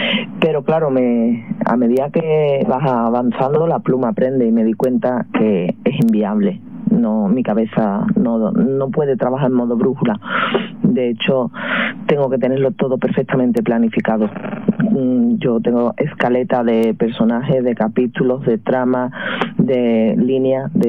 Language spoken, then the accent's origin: Spanish; Cádiz, Andalusia, Spain; pese a que soy de Cádiz